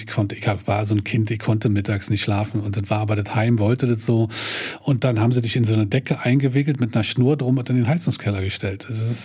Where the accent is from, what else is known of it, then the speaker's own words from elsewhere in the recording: Berlin, Germany; Also 6, 7 Jahre alt und bin dann in so eine klassische DDR-Schule gekommen in Lichtenberg, was ja auch die Hochburg der Stadtsicherheit war.